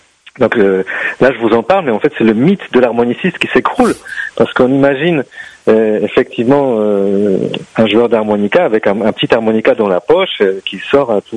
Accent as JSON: {"language": "French", "country": "Poland", "tie": "born or raised there", "moved": "yes", "said": "moi je suis polonais d'origine. Donc j'ai grandi en Pologne"}